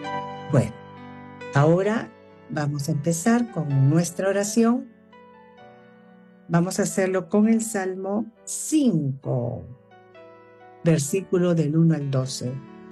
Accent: Peru; Tenemos que sentirnos orgullosos de ser peruanos.

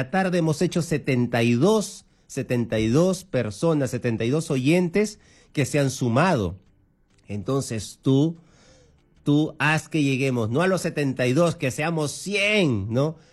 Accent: Ica, Peru; Gracias, Ica, mi tierra.

